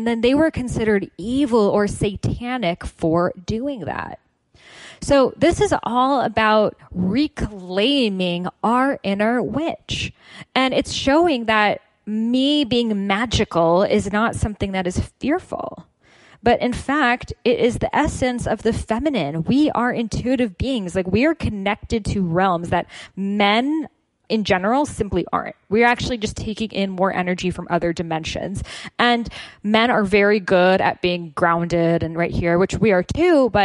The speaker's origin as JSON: {"language": "English", "town": "Boston", "region": "Massachusetts", "country": "United States", "tie": "born or raised there", "said": "I know for me, growing up in Boston, which is very close to Salem, Massachusetts, which is where the original witch trials happened."}